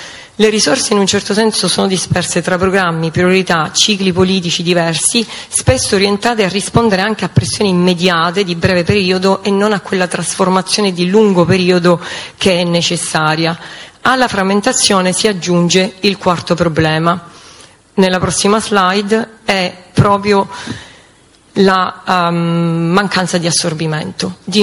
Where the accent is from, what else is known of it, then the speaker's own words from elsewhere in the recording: Sicily, Italy; accent: Sicilian; Io sono siciliana di origine, come credo si senta dall'accento